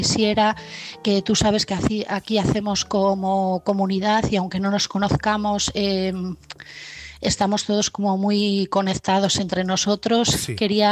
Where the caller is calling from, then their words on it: Asturias, Spain; de Asturias